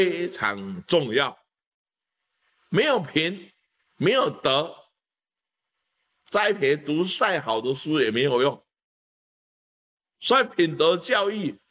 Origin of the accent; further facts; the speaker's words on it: China; 我们中国人还是重视伦理，所以世界四大文明只有中华民族的文明没有灭